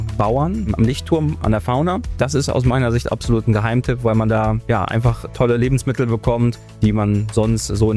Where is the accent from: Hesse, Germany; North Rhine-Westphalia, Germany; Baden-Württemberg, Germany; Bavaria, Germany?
North Rhine-Westphalia, Germany; Hamm; born there; moved away as an adult; now in Solingen, Germany; Ich komme gebürtig aus Westfalen, aus Hamm in Westfalen. Ja, die Liebe hat mich dann tatsächlich vor 2 Jahren hier nach Solingen-Gräfrath verschlagen.